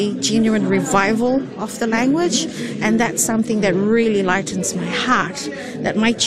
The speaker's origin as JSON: {"language": "English", "region": "Rotuma", "country": "Fiji", "said": "Even though we are away from Rotuma, away from Fiji, they still have an opportunity to learn."}